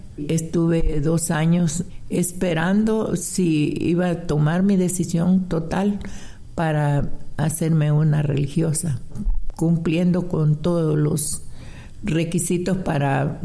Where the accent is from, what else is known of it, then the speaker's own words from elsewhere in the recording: El Progreso, Yoro, Honduras; soy nacida en El Progreso, Yoro, y mis padres de Santa Rosa de Copán y Santa Bárbara, que vinieron a la costa norte a trabajar. Así que allí crecí en la ciudad del Progreso.